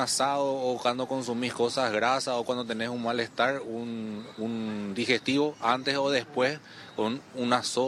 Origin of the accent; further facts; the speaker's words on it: Asunción, Paraguay; born there; moved away as an adult; also born or lived in Areguá; now in Itauguá, Paraguay; nosotros somos migrantes al revés, nacimos en Asunción, pero decidimos dedicarnos a la producción agroecológica. Iniciamos en Areguá, ahora estamos en Itagua